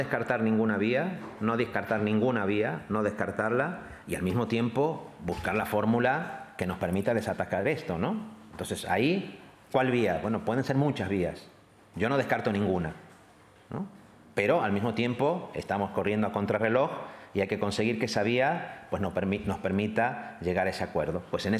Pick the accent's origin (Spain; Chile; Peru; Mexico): Spain; Catalonia; si a mí me pregunta como catalán y sale el nombre de Ada Colau